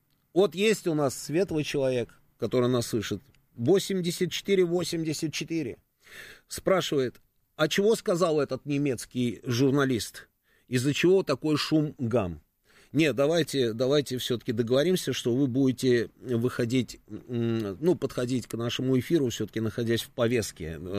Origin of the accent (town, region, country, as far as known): Moscow, Russia